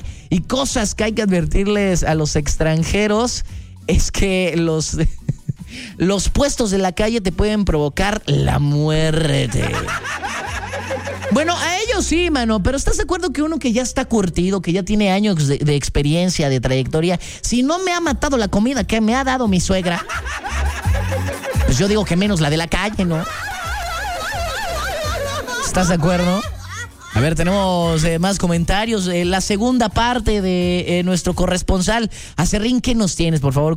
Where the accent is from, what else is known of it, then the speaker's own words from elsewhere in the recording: Mexico; pues cree el mundo que somos los mexicanos súper chidos, ¿verdad?